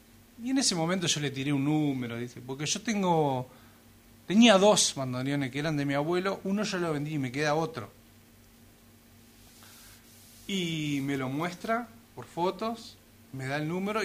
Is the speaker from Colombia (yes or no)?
no; Argentina